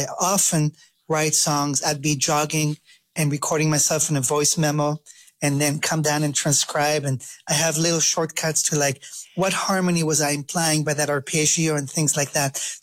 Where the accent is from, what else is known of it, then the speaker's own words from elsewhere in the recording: Israel; English is a second language; now in United States; And one of the first jazz musicians I heard growing up in Israel before I left to go to the US was